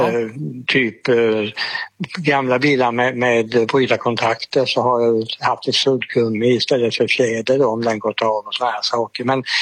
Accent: Sävsjö, Jönköping County, Sweden; born or raised there

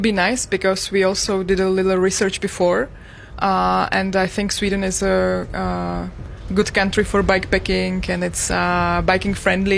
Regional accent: Czechia; Czech Republic.

